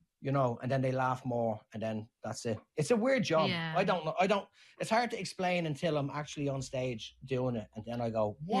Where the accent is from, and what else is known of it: Ireland; moved away as an adult; now in New Zealand